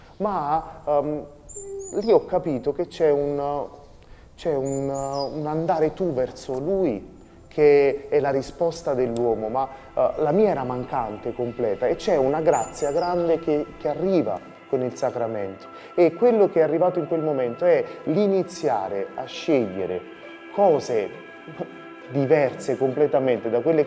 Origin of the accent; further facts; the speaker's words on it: Caserta, Campania, Italy; Io sono originario di Caserta. Il luogo dove sono nato nella mia città è uno dei quartieri, quelli belli strong, quelli proprio tosti, duri, no?